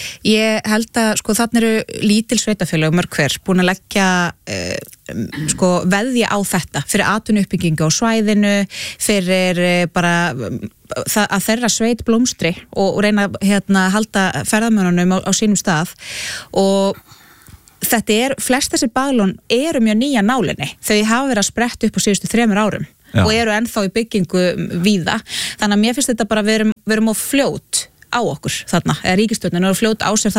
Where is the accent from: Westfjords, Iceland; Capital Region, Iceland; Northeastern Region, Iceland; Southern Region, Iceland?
Southern Region, Iceland; Flúðir; ég nú alveg upp á Flúðum dæmis, og það var, svona í minni æsku það var í raun og veru ekkert þangað að sækja.